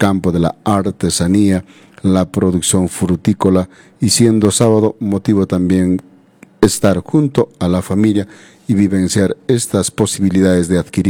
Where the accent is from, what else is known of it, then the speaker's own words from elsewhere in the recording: Peru; siendo también nosotros natos de este país, Perú